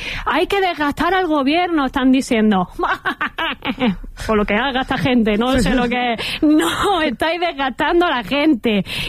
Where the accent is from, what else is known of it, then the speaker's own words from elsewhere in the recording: Cuenca, Castilla-La Mancha, Spain; Y la otra, que soy de Cuenca, cojones.